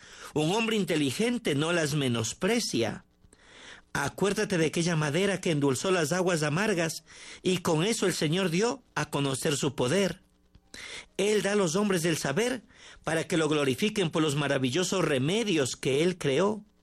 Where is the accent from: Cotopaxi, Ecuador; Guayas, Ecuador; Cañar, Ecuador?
Guayas, Ecuador; Milagro; Soy de Milagro.